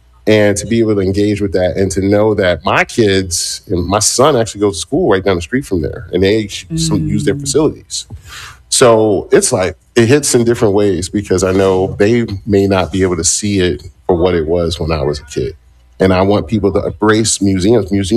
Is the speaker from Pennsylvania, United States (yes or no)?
yes; Philadelphia, Pennsylvania, United States; I'm born and raised in Philadelphia, product of William Cullen Bryant Elementary School